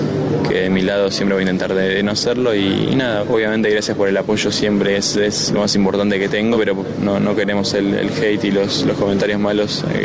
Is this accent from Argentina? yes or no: yes; Argentina; nosotros como argentinos